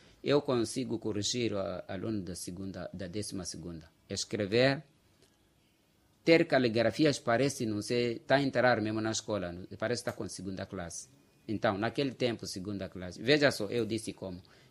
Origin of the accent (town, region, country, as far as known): Quelimane, Zambezia, Mozambique